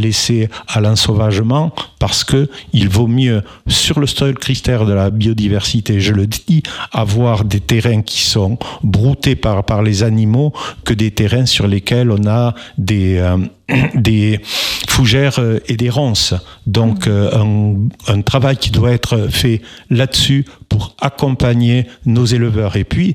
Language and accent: French; Mirepoix, Occitanie, France; Vous savez, je suis de Mirepoix, mais aussi dans le Couserans ou autre.